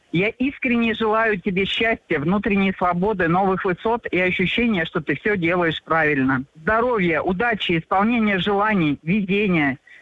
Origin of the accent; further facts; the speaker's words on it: Novokuznetsk, Kemerovo Oblast, Russia; Я из Новокузнецка.